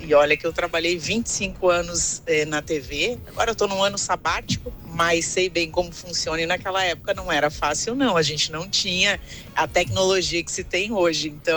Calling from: Florianópolis, Santa Catarina, Brazil; Eu falo aqui de Florianópolis

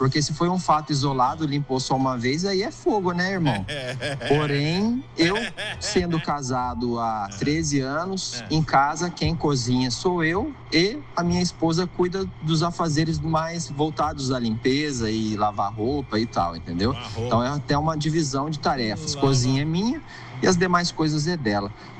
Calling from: Lorena, São Paulo, Brazil; de Lorena, São Paulo, padeiro da madrugada.

